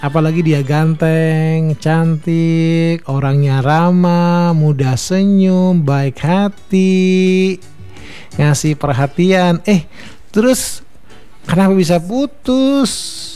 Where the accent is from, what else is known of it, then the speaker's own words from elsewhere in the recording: Palangkaraya, Central Kalimantan, Indonesia; Ternyata terpilihnya Pro2 Palangkaraya. Kenapa? Karena aku asli orang Parai.